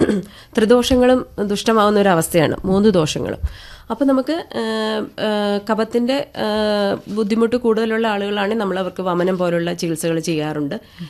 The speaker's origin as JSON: {"language": "Malayalam", "region": "Kerala", "country": "India"}